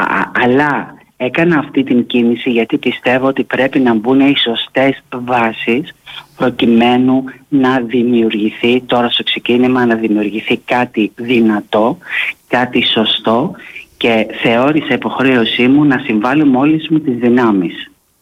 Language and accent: Greek; Tilos, South Aegean, Greece; Αγαπάω πάρα πολύ το νησί μου. Για μένα η Τήλος δεν είναι απλά ο τόπος καταγωγής μου, δεν είναι μόνο οι άνθρωποι που ζουν πάνω σε αυτό το νησί, είναι οι άνθρωποι μου που έζησαν εδώ, που θαύτηκαν εδώ